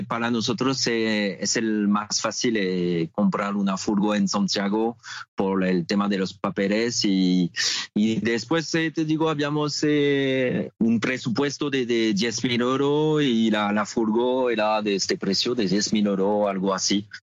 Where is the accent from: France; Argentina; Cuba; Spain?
France; Spanish is a second language; moved away; yo soy francés